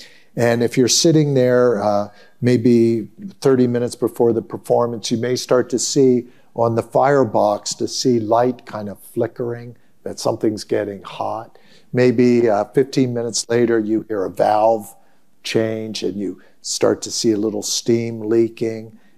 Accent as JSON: {"language": "English", "region": "Pennsylvania", "country": "United States", "tie": "born or raised there", "said": "I grew up in Pennsylvania, as Catherine mentioned."}